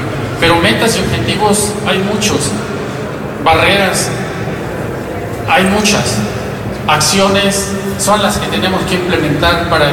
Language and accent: Spanish; Zacatecas, Mexico; Yo soy zacatecano y lo presumo con mucho orgullo